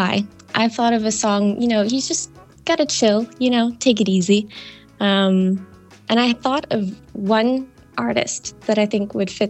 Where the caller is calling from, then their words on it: Denmark; I'm calling you today from Denmark, ooh, which is where I live.